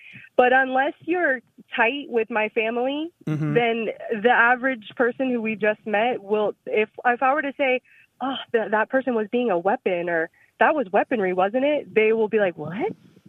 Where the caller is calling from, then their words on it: Jacksonville, Florida, United States; Hi, I live in Jacksonville, Florida.